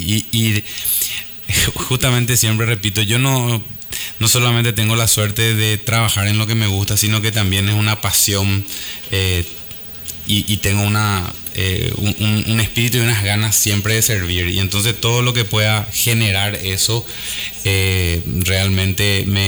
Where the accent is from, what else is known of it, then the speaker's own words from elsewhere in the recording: Paraguay; creer en nosotros mismos como paraguayos